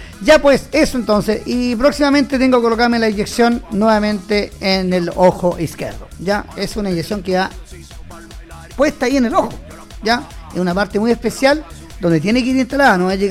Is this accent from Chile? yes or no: yes; Chile; somos chilenos